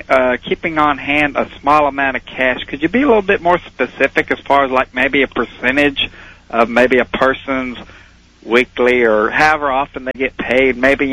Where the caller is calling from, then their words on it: Dallas, Texas, United States; I'm calling from Dallas, Texas.